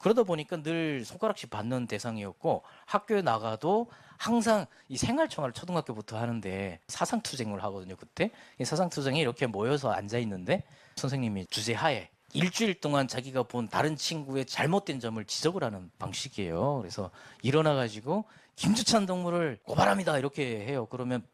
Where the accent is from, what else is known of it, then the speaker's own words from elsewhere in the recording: North Korea; moved away; 절대적으로 외면당하고 밑바닥이었던 삶을 끊임없이 북한에서부터 경험을 했어요. 그러다 보니까 제 마음 가운데는 탈북을 해서 중국이라고 하는 곳에 가기까지 결국 결정을 하기까지는 정말 많은 과정들이 있었지만